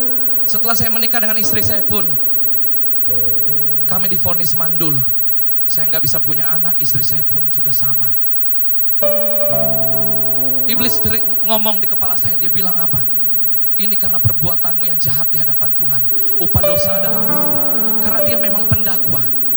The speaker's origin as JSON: {"language": "Indonesian", "region": "Central Sulawesi", "country": "Indonesia", "tie": "born or raised there", "said": "Saya besar dan kecil di Sulawesi Tengah"}